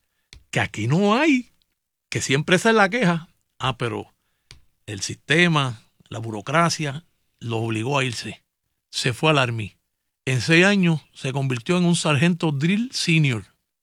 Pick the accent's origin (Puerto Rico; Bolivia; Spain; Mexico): Puerto Rico; Y yo tengo mi creencia como puertorriqueño y mi ideología.